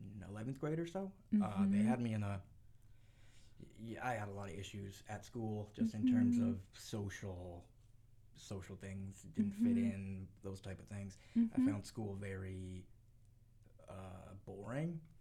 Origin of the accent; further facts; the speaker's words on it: New England, United States; also born or lived in Northampton, Massachusetts / Kansas / Virginia; I was born right here in New England, in Northampton, Massachusetts. But as a kid and a teenager, I was all around New England, and I lived in Kansas for a while, Virginia.